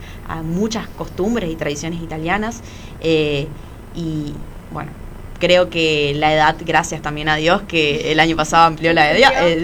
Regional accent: Argentina; siendo argentinos con la mezcla cultural que somos.

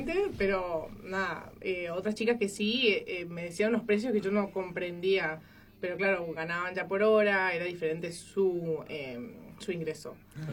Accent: Argentina

